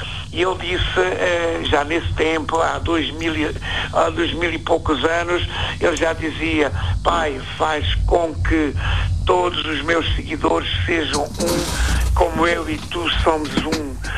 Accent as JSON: {"language": "Portuguese", "region": "Azores", "country": "Portugal", "said": "minha ilha, que é uma ilha dos Açores"}